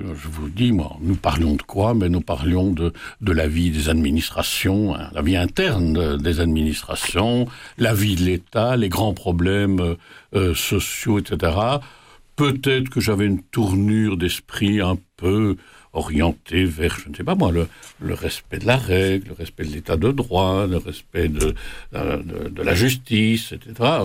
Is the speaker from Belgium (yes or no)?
yes; Liège, Wallonia, Belgium; moi, je suis un petit Liégeois qui naît en 1942, en pleine guerre.